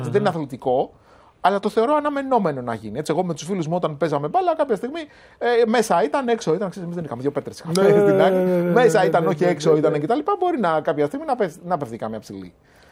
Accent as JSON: {"language": "Greek", "town": "Peristeri", "region": "Attica", "country": "Greece", "tie": "born or raised there", "also_born_or_lived": "Agrinio", "said": "όταν γύρισα από το Αγρίνιο και ήμουν μεγάλωσα στη Χωράφα πάνω στο Περιστέρι."}